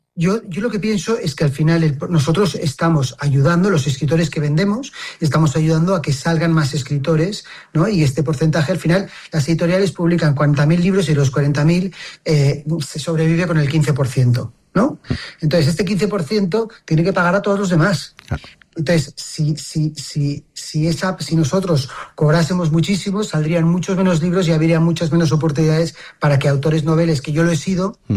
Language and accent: Spanish; Barcelona, Catalonia, Spain; Barcelona es un imperdible 100%, porque además yo soy barcelonés